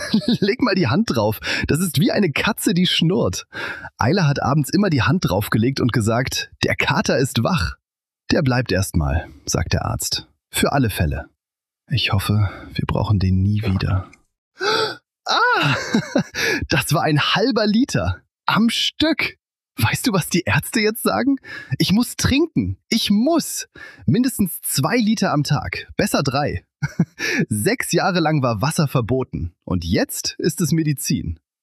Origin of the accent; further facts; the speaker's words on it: Cologne, North Rhine-Westphalia, Germany; Wir sind beide Kölner.